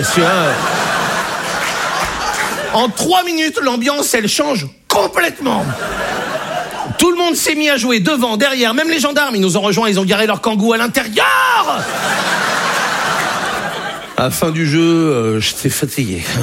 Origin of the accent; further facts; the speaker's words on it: Brittany, France; Je suis breton. Moi, j'ai été accepté en Bretagne.